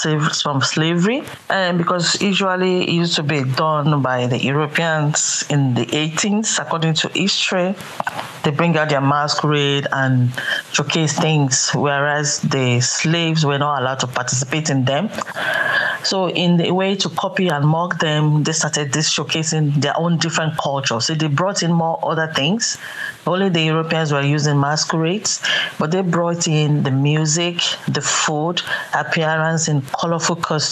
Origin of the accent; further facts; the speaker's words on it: Nigeria; moved away as an adult; now in Ireland; I'm originally from Africa, precisely from Nigeria. I've been in Ireland for almost 25 years, so that is my root.